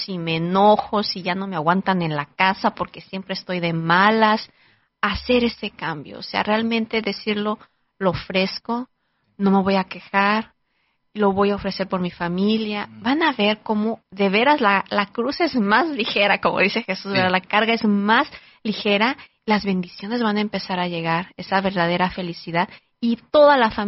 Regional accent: Mexico; born there; moved away; yo que vengo de México, pues sí, yo rezaba el rosario con mi abuelita, con mi mamá

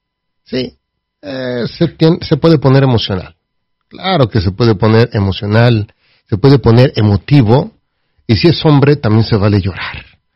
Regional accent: Mexico; Sí, porque siendo mexicanas las celebramos el día 10 y el segundo domingo de mayo

